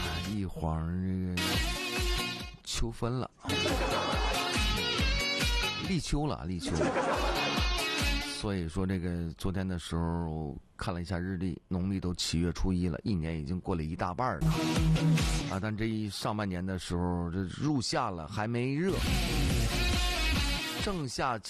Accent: Northeast China, China; 咱东北有句土话说的非常好

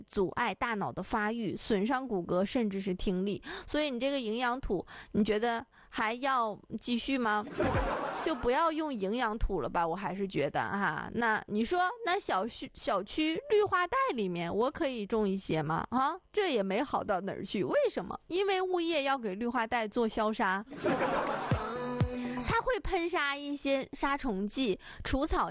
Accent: Northeast China, China; 咱们东北人均DNA 里面就有会种菜的基因

